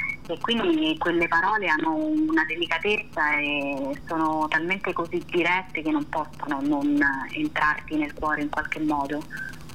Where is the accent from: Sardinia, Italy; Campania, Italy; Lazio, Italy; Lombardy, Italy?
Lazio, Italy; Rome; a me è capitato spesso di andare a Napoli da romana a cantare canzoni napoletane.